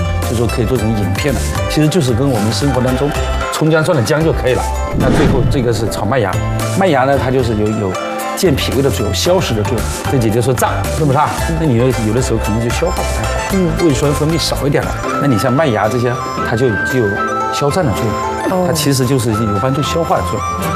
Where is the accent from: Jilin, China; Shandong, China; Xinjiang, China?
Jilin, China; 我来自于这个长白山哈，长白山脚下这个工作了三十年